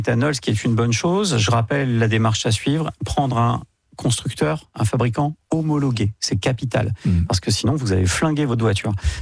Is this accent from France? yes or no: yes; France; c'est que nous, en tant que Français, on doit...